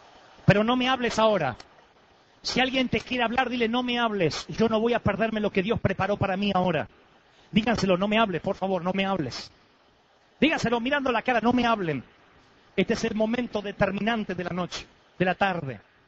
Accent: Billinghurst, Buenos Aires Province, Argentina; born there; Te está hablando alguien que no tuvo la fortuna de nacer en Europa. Nací por allá en Sudamérica, en un pueblito que no aparece en el mapa, Billinghurst, de Buenos Aires.

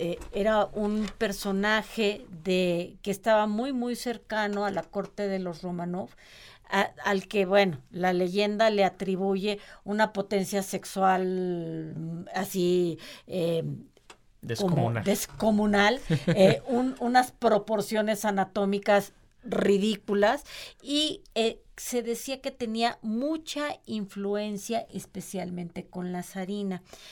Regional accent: Mexico; nosotros como mexicanos somos este sincretismo

